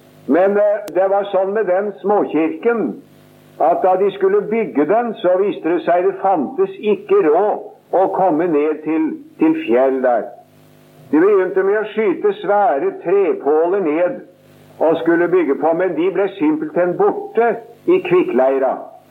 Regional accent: Sarpsborg, Østfold, Norway; moved away; som vi sier hjemme i Sarpsborg.

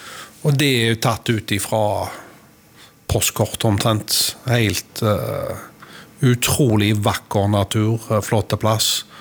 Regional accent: New Zealand; now in Norway; Jeg er jo født og oppvokst på New Zealand

